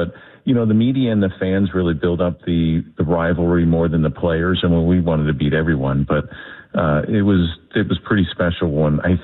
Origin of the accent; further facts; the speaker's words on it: Baltimore, Maryland, United States; I mean, I grew up in Baltimore, so I was an Oriole fan.